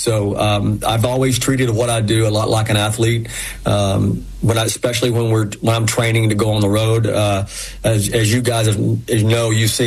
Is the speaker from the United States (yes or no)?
yes; Knoxville, Tennessee, United States; You know, growing up in East Tennessee and in Knoxville, you know, we didn't have a pro allegiance to anything.